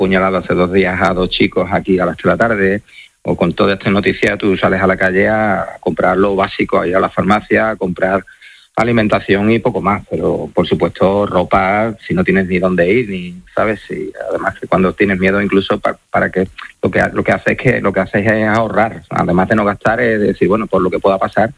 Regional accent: Spain; pero primero soy español y tampoco tengo por qué abandonar mi tierra ni tengo por qué irme de aquí

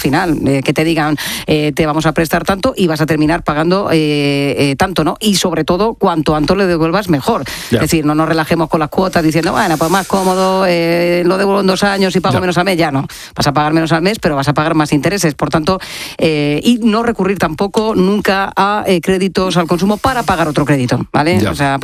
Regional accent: Jumilla, Region of Murcia, Spain; moved away; desde mi tierra querida, desde Murcia, en Jumilla

